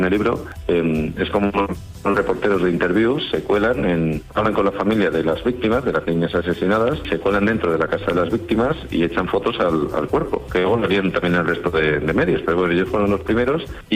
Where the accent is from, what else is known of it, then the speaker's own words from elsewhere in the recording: Extremadura, Spain; Soy extremeño, como tía, de la Sierra de Gata